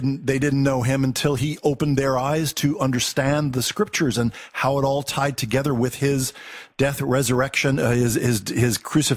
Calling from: Indiana, Pennsylvania, United States; actually, we're actually calling from Indiana, Pennsylvania, not from Indiana.

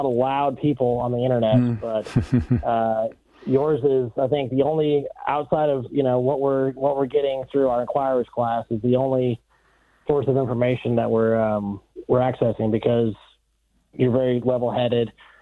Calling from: Edmond, Oklahoma, United States; We are calling from Edmond, Oklahoma, which is just north of Oklahoma City.

